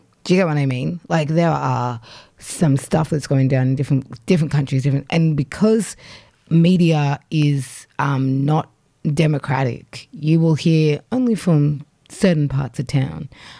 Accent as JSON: {"language": "English", "country": "Uganda", "moved": "yes", "lives_now": "Australia", "said": "I hail from Uganda. So I'm Ugandan Australian."}